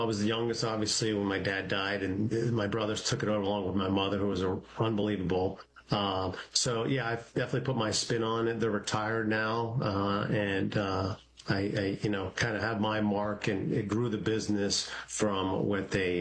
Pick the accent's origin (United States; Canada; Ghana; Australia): United States; Pennsylvania; So from outside Philadelphia, the main line, grew up, I have two older brothers and an older sister. I'm the youngest.